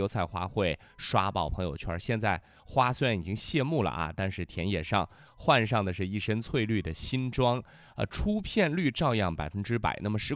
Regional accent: Changsha, Hunan, China; 作为咱们长沙人

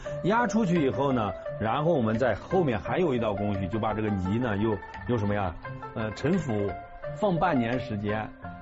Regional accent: Yuncheng, Shanxi, China; 这就是我的家乡嘛，多少年就一直在家乡，在老家

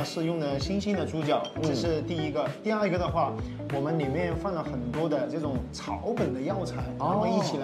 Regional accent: Changsha, Hunan, China; 我是万城人。

